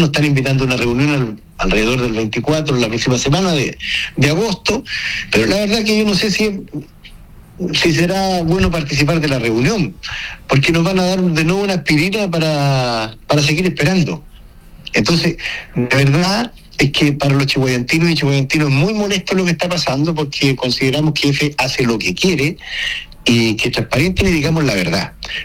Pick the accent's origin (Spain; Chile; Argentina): Chile; Chiguayante, Biobío; los chihuayantinos no somos personas de segunda ni de tercera clase.